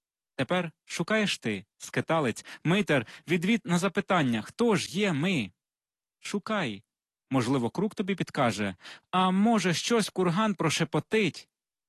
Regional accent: Mykolaiv Oblast, Ukraine; born there; Так як я народився на Миколаївщині, от, і це дуже край пістрявий стосовно різних племен, сарматів, скіфів, готів, гунів, там козаки потім

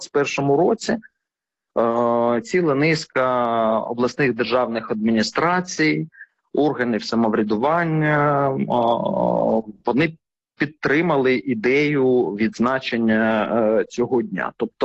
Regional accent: Crimea, Ukraine; як всі кримчани, я, зокрема, був на цій акції 26 лютого 2014 року

